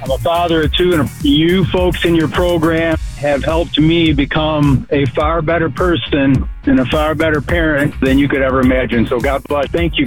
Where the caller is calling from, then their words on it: St. Johns, Michigan, United States; I'm calling from St. John's, Michigan.